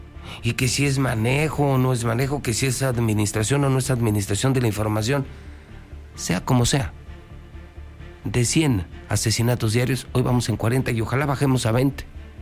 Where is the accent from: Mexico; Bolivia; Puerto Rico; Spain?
Mexico; pero a mí sí, porque soy mexicano.